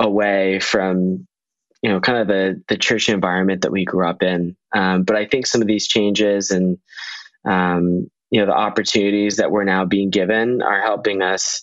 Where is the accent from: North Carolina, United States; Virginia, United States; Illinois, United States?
Virginia, United States; It is interesting, in my ward, I'm a local, I'm from Northern Virginia, but a lot of people in my ward are from all over the world